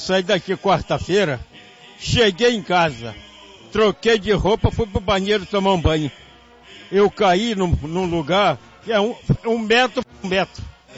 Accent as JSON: {"language": "Portuguese", "town": "Belford Roxo", "region": "Rio de Janeiro", "country": "Brazil", "said": "Eu sou de Belfor Roxo."}